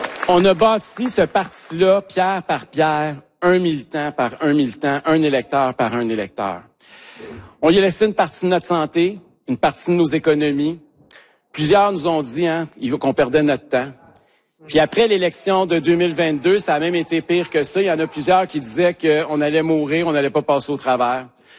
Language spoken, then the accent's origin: French; Quebec, Canada